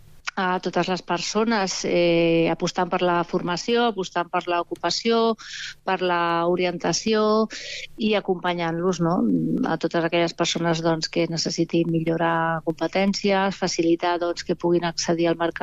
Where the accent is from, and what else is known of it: Mollet del Vallès, Catalonia, Spain